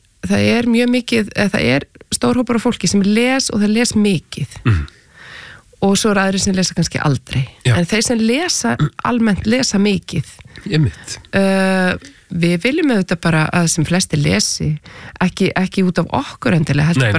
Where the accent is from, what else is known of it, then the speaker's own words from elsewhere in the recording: Reykjavik, Capital Region, Iceland; also born or lived in Spain / Copenhagen, Denmark; Já, ég er borgabarn, ég er bara ólst upp í Vesturbænum.